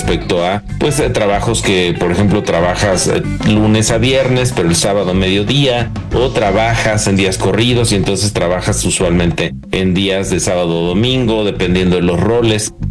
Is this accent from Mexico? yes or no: yes; Mexico; quiénes somos como mexicanas y mexicanos